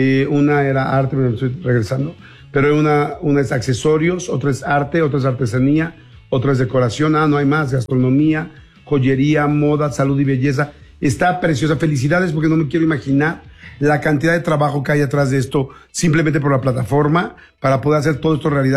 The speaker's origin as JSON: {"language": "Spanish", "country": "Mexico", "said": "Y yo como mexicano digo"}